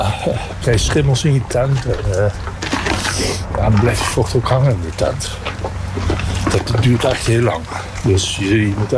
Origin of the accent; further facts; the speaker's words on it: Nijmegen, Gelderland, Netherlands; born there; Ja, ik ben geboren in Nijmegen, gekomen. En ik ben aan de overkant geboren.